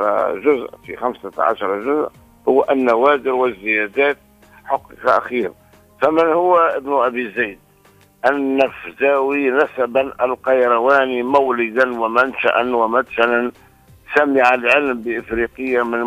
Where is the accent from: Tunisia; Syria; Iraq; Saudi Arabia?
Tunisia